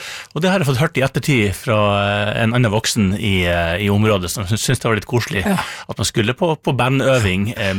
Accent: Hamarøy, Nordland, Norway; det I alle fall på Hamarøy, der jeg vokste opp, var vanlig for 12-13-åringer å spille I band.

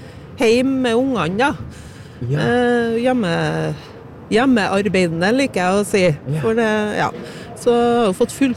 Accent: Trøndelag, Norway; now in Orkanger, Norway; Laksøybygda I Orskland kommune, litt sør-vest for Trondheim.

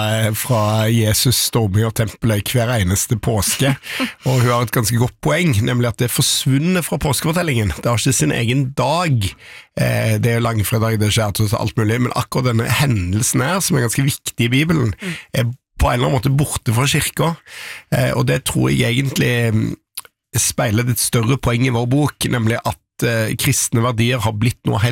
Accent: Stavanger, Rogaland, Norway; jeg kom jo inn på Stortinget som en småbarnsfar, som en stavangermann, som en islending, som alle mulige ting.

